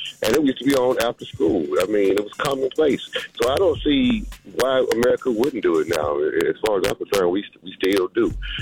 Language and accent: English; Alabama, United States; I'm from Alabama.